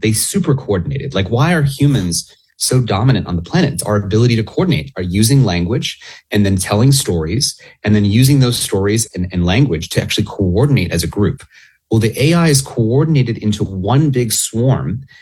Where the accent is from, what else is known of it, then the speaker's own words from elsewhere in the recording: California, United States; so I'm from Silicon Valley.